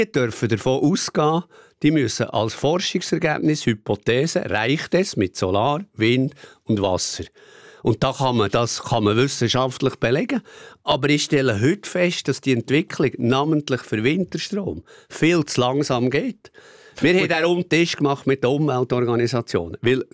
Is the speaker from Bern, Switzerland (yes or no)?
yes; Bern, Switzerland; als Berner Oberländer